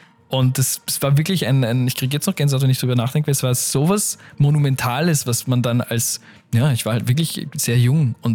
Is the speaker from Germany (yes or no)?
no; Austria; okay, ich bin Österreicher, ich repräsentiere sehr gerne mein eigenes Land.